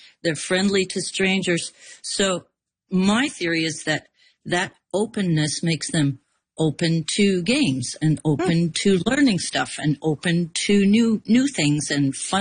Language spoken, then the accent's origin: English; Montreal, Quebec, Canada; moved away as an adult; now in Nova Scotia, Canada; because I'm from away Nova Scotian, I'm from Montreal originally, and I moved here in 2021.